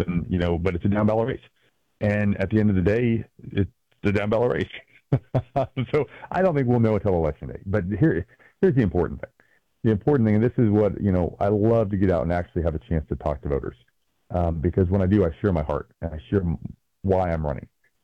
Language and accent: English; Athens, Alabama, United States; born or raised there